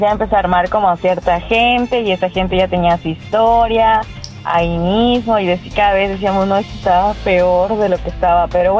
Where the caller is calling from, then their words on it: Yucatán, Mexico; De Yucatán.